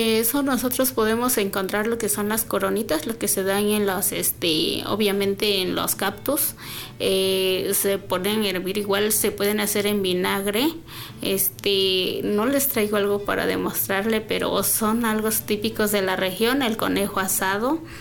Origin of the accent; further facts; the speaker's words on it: San Lucas Teteletitlán, Puebla, Mexico; Soy del municipio de Atezcal, mi localidad es San Lucas de Teletitlán.